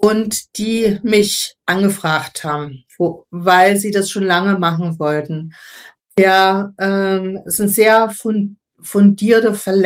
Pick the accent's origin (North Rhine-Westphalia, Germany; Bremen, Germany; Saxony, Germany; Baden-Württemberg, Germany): Saxony, Germany; Dresden